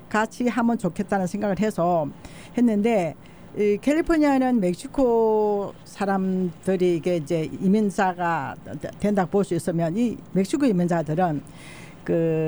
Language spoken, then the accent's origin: Korean; South Korea; now in United States; 그냥 맛 따라 한국 고향 맛 찾아서 그냥 내 고국 그냥 한국만 주로 알렸었는데요.